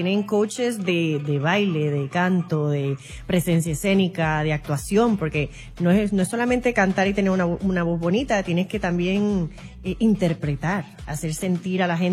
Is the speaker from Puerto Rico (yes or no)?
yes; Toa Alta, Puerto Rico; Yo crecí en Toalta, en una casita de madera, no había dinero, no había puertas.